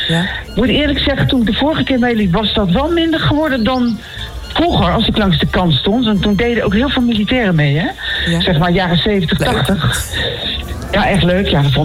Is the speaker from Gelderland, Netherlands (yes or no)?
yes; Nijmegen, Gelderland, Netherlands; Nou, ik ben deels opgegroeid in Nijmegen. Dat speelt heel erg mee.